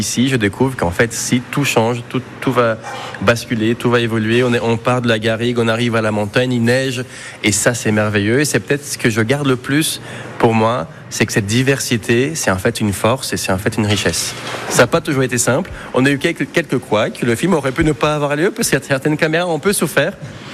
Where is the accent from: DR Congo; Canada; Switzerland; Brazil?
Brazil; moved away; en tant que Brésilien. Je viens d'un pays qui fait 15 fois la taille de la France